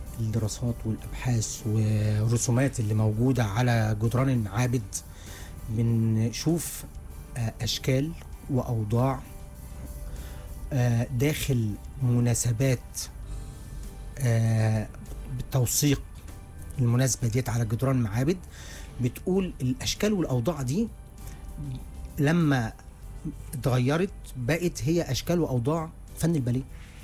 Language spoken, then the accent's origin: Arabic; Egypt; احنا مصريين